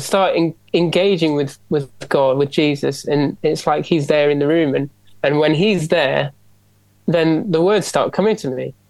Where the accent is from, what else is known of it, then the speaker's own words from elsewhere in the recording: Nottingham, East Midlands, United Kingdom; moved away as an adult; now in Leeds, United Kingdom; I grew up in a Pentecostal church back in Nottingham.